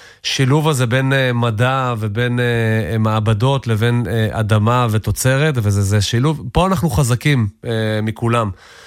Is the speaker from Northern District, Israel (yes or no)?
yes; Ein Harod, Northern District, Israel; אתה יודע, אני גם דייג בעצמי, מעין חרוד, ואתה מספר לי ממש את כל הילדות שלי, רק במושב.